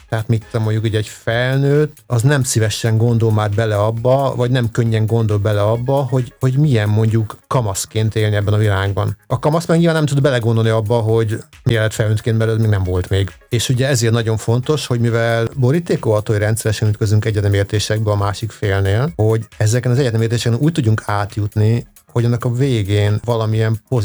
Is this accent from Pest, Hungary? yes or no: no; Szekszárd, Tolna, Hungary; Én ugye Szekszárdból származom, és egy időben egy Szekszárd melletti kisvárosban laktam, viszont Szekszárdon dolgoztam